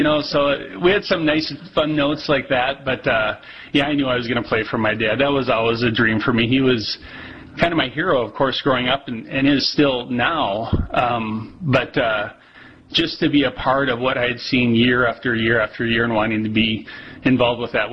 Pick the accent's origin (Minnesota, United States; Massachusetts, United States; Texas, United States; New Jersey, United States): Minnesota, United States; Fergus Falls; I mean, that was a second home to me